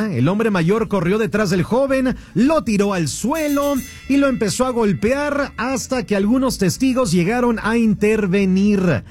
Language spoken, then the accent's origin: Spanish; Mexico; como buenos mexicanos que somos